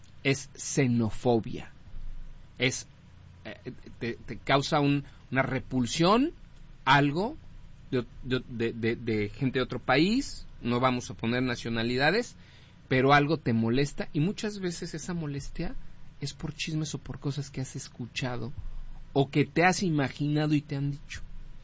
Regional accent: Mexico; lo que a mí me urge que entendamos como mexicanos

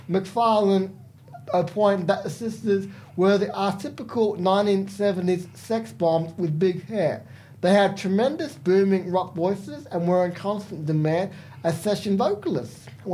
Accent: Alice Springs, Northern Territory, Australia; because I grew up in Alice Springs

